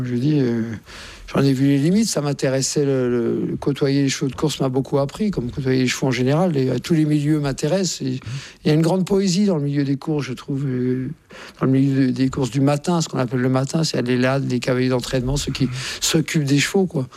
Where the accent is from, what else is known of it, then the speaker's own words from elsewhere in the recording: Courbevoie, Île-de-France, France; born there; mais je suis né à Courbevoie, donc ce n'est pas une région... comme chacun sait, qui ne pullule pas de chevaux.